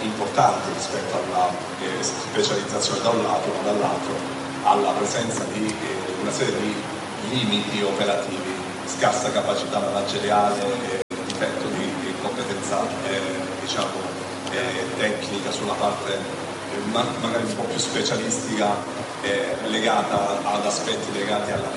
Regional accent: Sicily, Italy; essendo siciliano

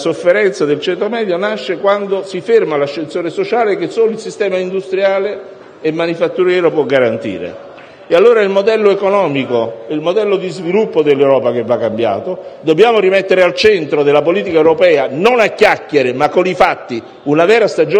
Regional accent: Naples, Campania, Italy; Vengo da Napoli

